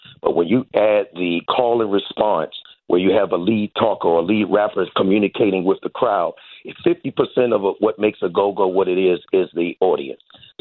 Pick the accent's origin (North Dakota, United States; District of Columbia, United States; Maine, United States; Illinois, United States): District of Columbia, United States; Washington; moved away as an adult; also born or lived in New York City; I'm from Washington, D.C., went to Duke Ellington School for the Arts and graduated in 1985. So I left Washington in 85.